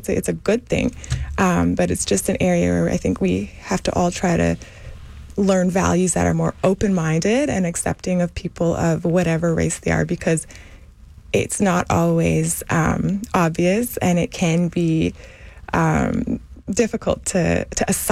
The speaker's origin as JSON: {"language": "English", "country": "Canada", "moved": "as an adult", "lives_now": "Houston, United States", "said": "I'm Canadian. So I moved here about 13 years ago now, 12 years."}